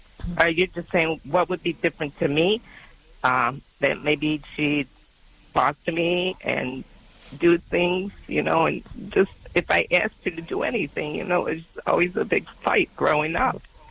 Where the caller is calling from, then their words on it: Illinois, United States; Well, I'm from Indiana, but I'm from Illinois.